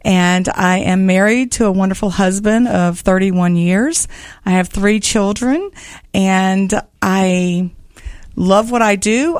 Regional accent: Baton Rouge, Louisiana, United States; born there; moved away as an adult; also born or lived in Lake Charles, Louisiana / Gonzales, Louisiana; now in Florida, United States; Originally, I was born in Lake Charles, Louisiana, but I lived in Baton Rouge, Louisiana until I became 12 years old and moved to Gonzales, Louisiana, right about 30 minutes away from Baton Rouge

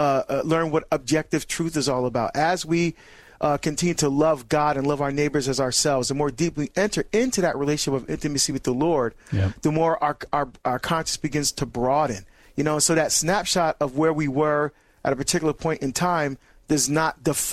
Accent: Barbados; it's sweet bread that my mom, we're from Barbados, and my mom used to make that.

